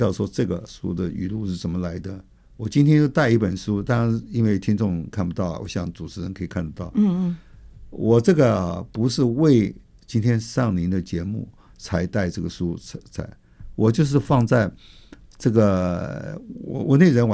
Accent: China

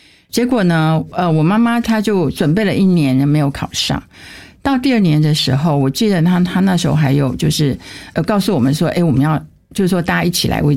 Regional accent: Taiwan; born there

